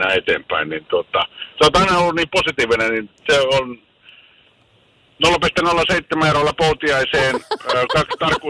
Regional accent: Sodankylä, Lapland, Finland; Mä oon Sodankylästä ja mä lasken Luostolla ja Pyhällä

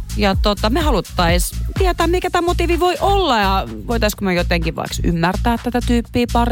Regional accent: Oulu, North Ostrobothnia, Finland; Oulussa meillä päin

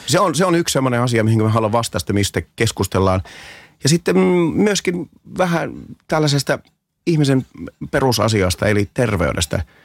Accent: Alajärvi, South Ostrobothnia, Finland; moved away; Mä oon Alajärveltä kotosi

